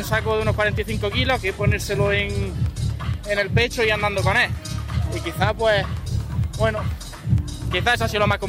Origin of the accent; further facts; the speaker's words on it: Cúllar Vega, Andalusia, Spain; now in Motril, Spain; soy de Cuyar Vega, pero actualmente estoy viviendo aquí en la ciudad de Motril.